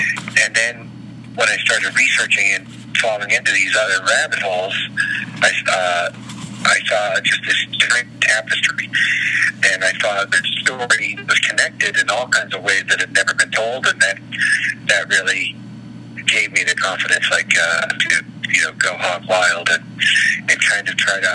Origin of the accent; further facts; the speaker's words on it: Boston, Massachusetts, United States; I'm here from Boston